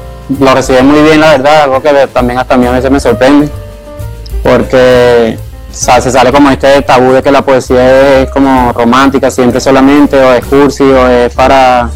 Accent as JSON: {"language": "Spanish", "town": "Caracas", "region": "Capital District", "country": "Venezuela", "tie": "born or raised there", "said": "nací, mi infancia se desarrolló en Propatria. Luego me mudó por varias circunstancias de la vida, el 23 de enero, Puente Hierro. Después llegué a vivir en San Antonio también."}